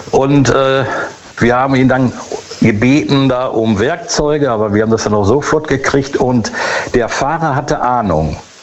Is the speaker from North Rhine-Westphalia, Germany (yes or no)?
yes; Gelsenkirchen, North Rhine-Westphalia, Germany; Buhr, Gelsenkirchen.